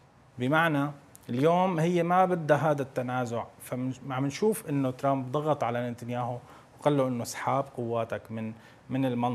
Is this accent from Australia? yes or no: no; Syria; نحن كسوريين جميعا